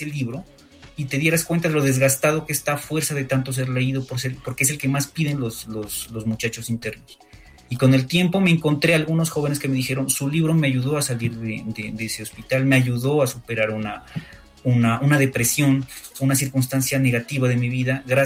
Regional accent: Nariño, Colombia; nuestra historia cultural como nariñenses, sino también como colombianos

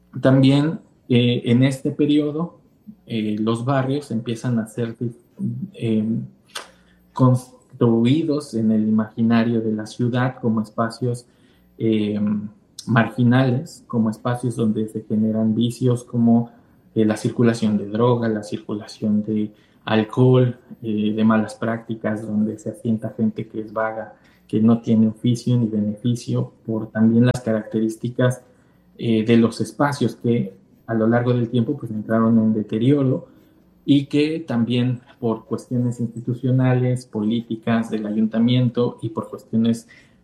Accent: Mexico; en nuestro país, en mi país

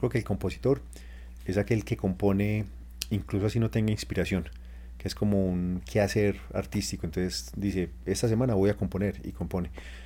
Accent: Colombia; born there; also born or lived in Canada / Vancouver, Canada; Y en el 2011 viajé a Canadá. Yo nací en Canadá, pero llegué a Colombia cuando estaba de 2 años nomás. Entonces volví, digamos, al país a aprender inglés.

